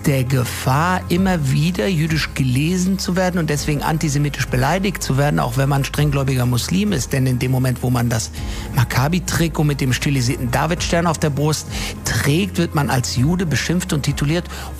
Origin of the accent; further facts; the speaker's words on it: Frankfurt, Hesse, Germany; Unterstützung des Oberbürgermeisters hat es sensationell geklappt und darauf bin ich besonders stolz als Frankfurter.